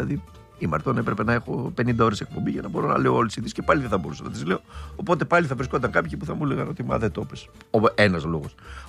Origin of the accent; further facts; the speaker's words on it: Greece; εμείς ως Έλληνες πολίτες